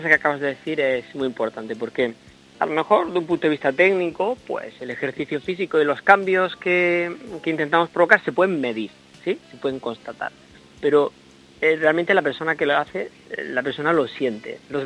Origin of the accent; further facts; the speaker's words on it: Motril, Andalusia, Spain; yo adoro mi tierra, adoro Motril, y es mi lugar